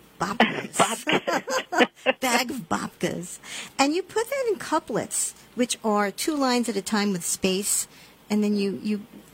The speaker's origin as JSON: {"language": "English", "town": "New York City", "region": "New York", "country": "United States", "tie": "born there", "said": "I was born in Woodhaven, Queens"}